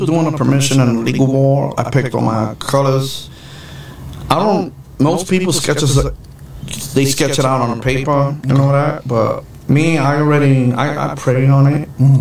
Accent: New York, United States; You know, born and raised in New York, bro.

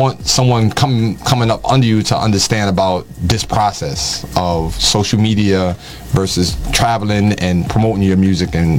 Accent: Bronx, New York, United States; I'm from the Bronx, right? I'm from the South Bronx back mm-hmm. in the days when they was burning buildings and all that.

